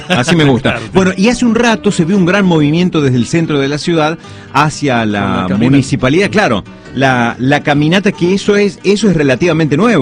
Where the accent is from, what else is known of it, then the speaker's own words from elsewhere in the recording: Argentina; los valores que nos unen como argentinos.